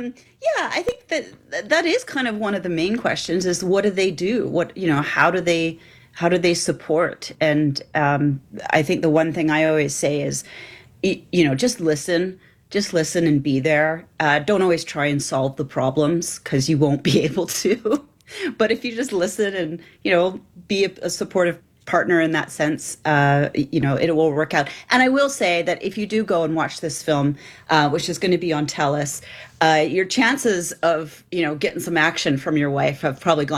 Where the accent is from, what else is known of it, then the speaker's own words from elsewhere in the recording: Canada; As I'm a Canadian filmmaker, I'm taking it really directly from my own personal experience